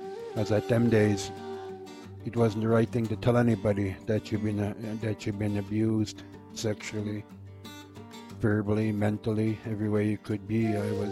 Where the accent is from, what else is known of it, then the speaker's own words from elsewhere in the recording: Fredericton, New Brunswick, Canada; I'm born and raised on the St. John River in the city of Fredericton, the province of New Brunswick, Canada, and I lived here all my life on a reservation.